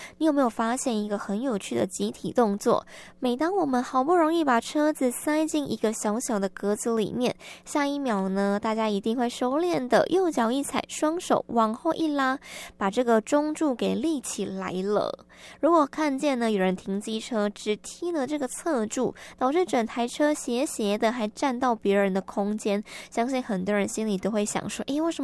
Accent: Taiwan; 其实啊，我们台湾人哦

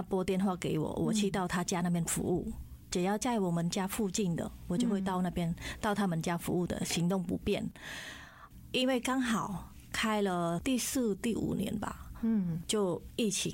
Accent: Cambodia; now in Taoyuan, Taiwan; 其实从我来到台湾之后，我记得说，因为我住桃园嘛，那桃园的相关政府还蛮注重我们新住民的一些。开很多课程，那我也想说，哎，其实我们柬埔寨在台湾蛮少的

